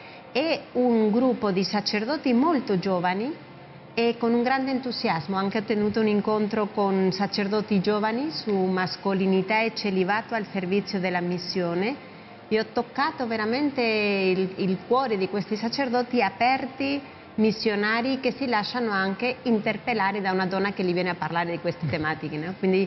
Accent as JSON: {"language": "Italian", "town": "Madrid", "region": "Community of Madrid", "country": "Spain", "said": "Io vengo da Madrid."}